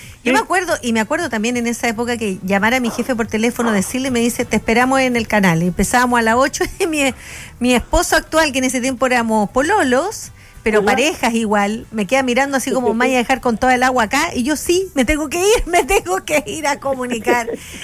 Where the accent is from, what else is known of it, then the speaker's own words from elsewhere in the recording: Iquique, Tarapacá, Chile; moved away; also born or lived in Santiago; viví en Santiago, yo me acuerdo, la primera, pues yo nortina toda la vida, pero de Iquique, no de Antofagasta.